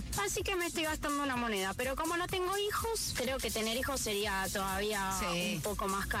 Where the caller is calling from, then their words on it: Ramos Mejía, Buenos Aires Province, Argentina; de Ramos Mejía